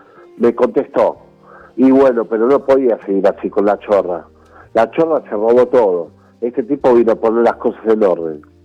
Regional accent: Argentina; vos sos argentino, sí

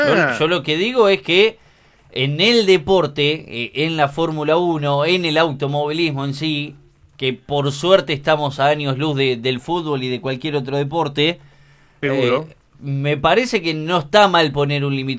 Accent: Argentina

